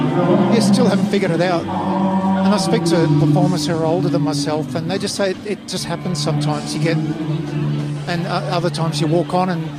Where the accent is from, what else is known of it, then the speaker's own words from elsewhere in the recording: Taradale, Victoria, Australia; Taradale, my hometown